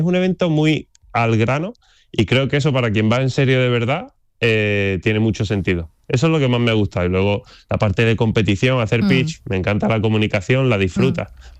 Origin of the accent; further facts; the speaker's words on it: Andalusia, Spain; siendo andaluz